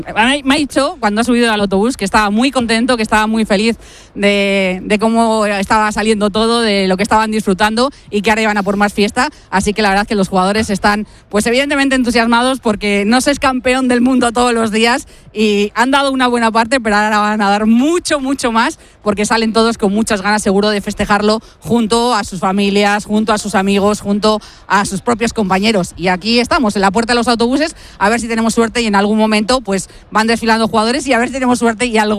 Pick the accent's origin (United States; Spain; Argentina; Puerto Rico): Spain; Vais a demostrar que somos españoles también festejando.